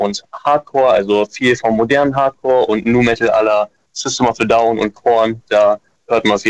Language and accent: German; Braunschweig, Lower Saxony, Germany; Wir kommen aus Braunschweig und Umgebung.